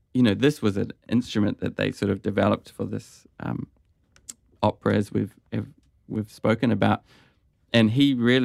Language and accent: English; Timaru, Canterbury, New Zealand; moved away as an adult; now in Australia; Yeah, so I then I moved to Australia to study a beginner masters of music and classical guitar